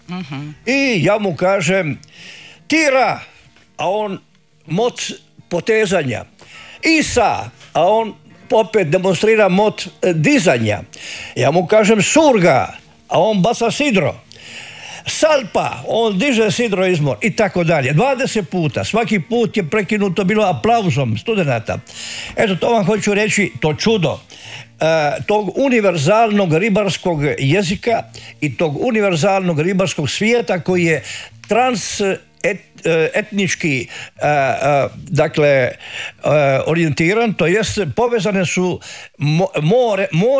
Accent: Dalmatia, Croatia; jedan Dalmatinac njima se javlja

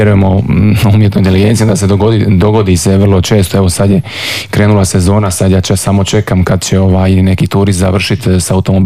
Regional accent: Croatia; kod nas u Europskoj uniji ili pogotovo u Hrvatskoj

